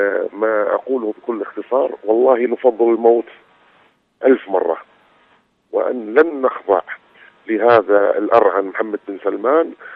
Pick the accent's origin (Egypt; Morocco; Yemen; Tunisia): Yemen; South Yemen; ونحن أبناء الجنوب نتابع بكل صمت وقلوبنا معكم، ونوصي إخواننا في صنعاء الأحرار أن لا يجلسوا في بيوتهم غدا